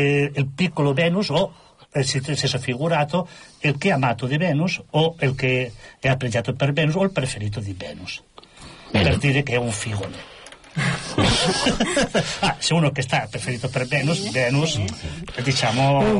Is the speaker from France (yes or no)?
no; Bonastre, Catalonia, Spain; il mio paesino